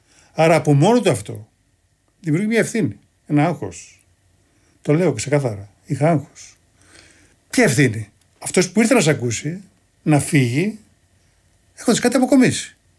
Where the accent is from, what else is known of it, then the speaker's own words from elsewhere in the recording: Kymi, Central Greece, Greece; Έτσι το λέμε στην πατρίδα μου στην Κύμη.